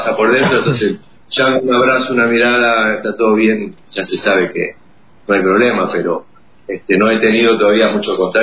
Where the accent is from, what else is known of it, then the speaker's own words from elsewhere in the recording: Buenos Aires, Argentina; now in Falkland Islands; yo soy de La Boca, así que mi tradición pictórica viene a través de mi papá.